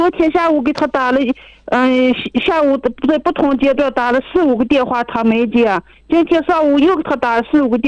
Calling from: Hohhot, Inner Mongolia, China; 就在呼市内蒙这儿，

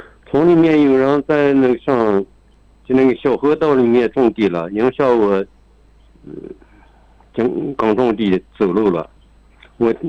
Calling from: Baotou, Inner Mongolia, China; 我是宝头市固原县金山镇红崖湾村。

